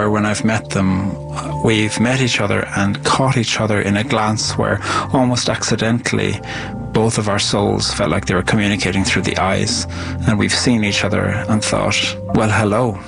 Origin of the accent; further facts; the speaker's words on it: Ireland; I'm an Irish poet.